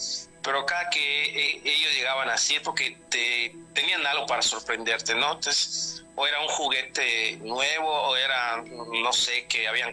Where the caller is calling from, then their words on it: Mérida, Yucatán, Mexico; de Mérida, Yucatán.